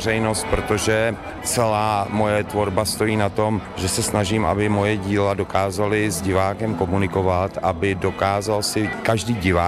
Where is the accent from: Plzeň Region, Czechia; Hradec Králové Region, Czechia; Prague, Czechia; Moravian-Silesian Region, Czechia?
Plzeň Region, Czechia; Plzeň; Jsem rodilý Plzeňák